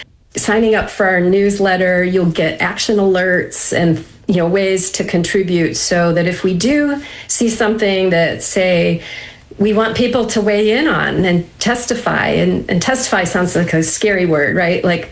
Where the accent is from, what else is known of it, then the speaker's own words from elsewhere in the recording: Michigan, United States; I'm from Michigan, so there's a lot of water there, right?